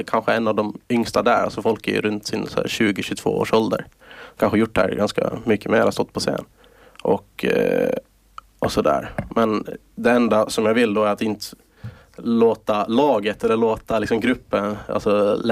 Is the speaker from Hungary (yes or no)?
no; Åland Islands; det är min hemort, det är Åland.